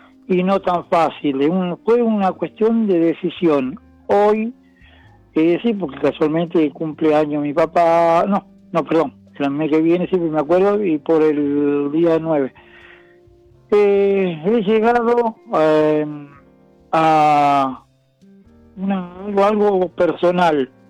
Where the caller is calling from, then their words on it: Argentina; de Alejandro Cor.